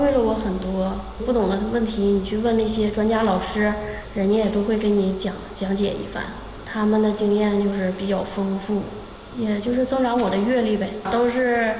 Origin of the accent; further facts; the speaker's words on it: northern China, China; 作为一个北方人就得去慢慢的去适应